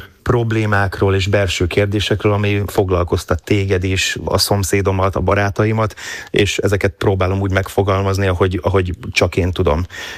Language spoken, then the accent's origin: Hungarian; Hungary; mivel én ugye magyarul írtam verseket